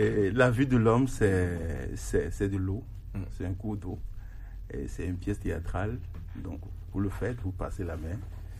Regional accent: Togo; born there; moved away as an adult; also born or lived in France; Je suis né au Togo, j'ai quitté le Togo quand j'avais 23 ans.

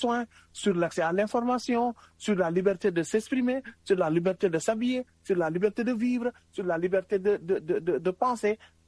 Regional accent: Senegal; mais non, nous sommes des hommes, nous sommes des Africains, nous sommes des Sénégalais.

